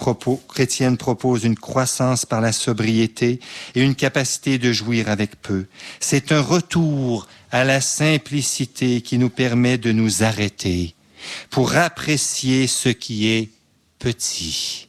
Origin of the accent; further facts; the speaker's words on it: Quebec, Canada; moved away; Moi, je viens du Québec.